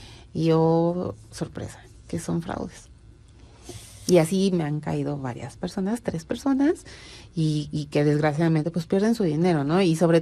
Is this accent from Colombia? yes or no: no; Mexico; como mexicanos entramos con pasaporte mexicano